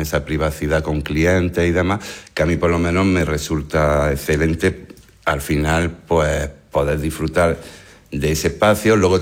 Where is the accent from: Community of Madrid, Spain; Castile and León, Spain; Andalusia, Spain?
Andalusia, Spain; Motril; moved away as an adult; yo era un inmigrante motrileño que se fue en la crisis, estuvo como unos 10 años fuera. Quería regresar a mi tierra